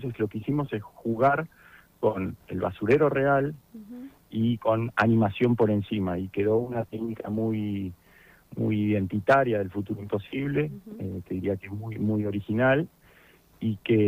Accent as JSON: {"language": "Spanish", "town": "Bariloche", "region": "Río Negro", "country": "Argentina", "said": "yo soy productor ejecutivo, que vivo en Bariloche, soy de acá."}